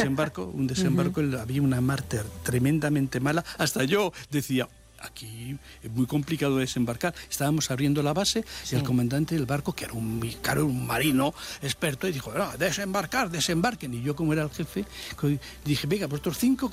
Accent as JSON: {"language": "Spanish", "town": "Madrid", "region": "Community of Madrid", "country": "Spain", "said": "yo como soy de Madrid, pues dije, pues normal."}